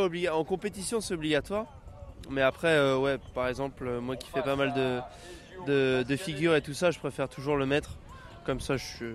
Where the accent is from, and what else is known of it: La Baule, Pays de la Loire, France